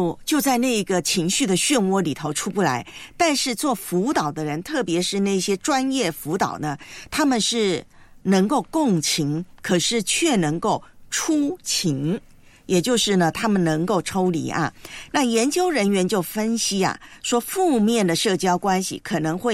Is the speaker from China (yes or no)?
no; Taiwan; moved away; 的老家呢，我的故乡啊，台湾